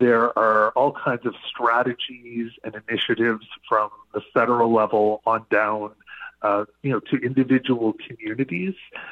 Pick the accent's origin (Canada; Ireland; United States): Canada; Sydney, Nova Scotia; now in Saint John, Canada; my hometown of Sydney, Nova Scotia